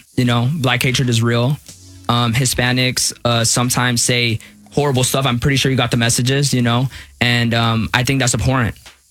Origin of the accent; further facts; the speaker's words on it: Los Angeles, California, United States; I'm born and raised in South Central LA. Obviously we lived in the same community, so I understand where some of you come from.